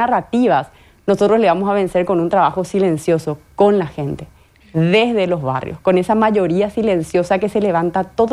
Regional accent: Asunción, Paraguay; que viene trabajando desde los 16 años en los barrios más vulnerables de Asunción, que nací en esta ciudad, que me crié en Asunción, que me malcrié acá, que viví en más de 8 barrios en nuestra capital

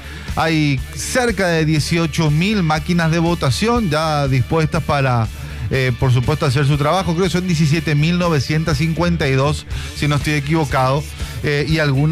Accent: Asunción, Paraguay; nosotros somos de Asunción

